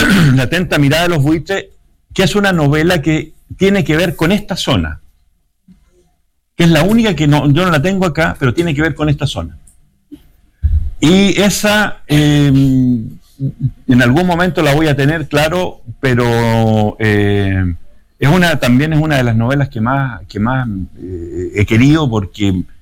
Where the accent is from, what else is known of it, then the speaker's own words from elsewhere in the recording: Vicuña, Coquimbo, Chile; born there; Yo también nací en Vicuña. Mi partida de nacimiento lo dice.